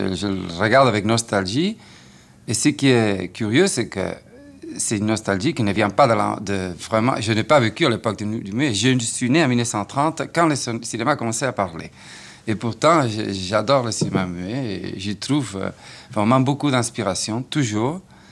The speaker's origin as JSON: {"language": "French", "town": "Barcelona", "region": "Catalonia", "country": "Spain", "tie": "born or raised there", "also_born_or_lived": "Cuba", "moved": "yes", "said": "mon enfance à Barcelone."}